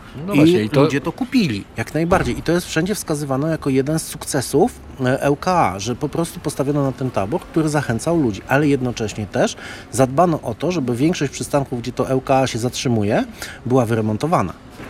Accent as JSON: {"language": "Polish", "town": "Łódź", "region": "Łódź Voivodeship", "country": "Poland", "said": "u nas w Łodzi"}